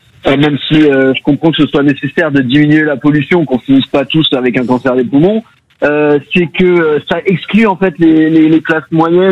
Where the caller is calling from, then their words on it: Bordeaux, Nouvelle-Aquitaine, France; Moi, donc j'habite à Bordeaux.